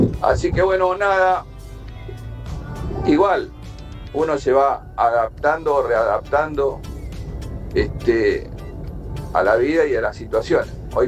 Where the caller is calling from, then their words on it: Lomas de Zamora, Buenos Aires Province, Argentina; soy de Loma de Zamora.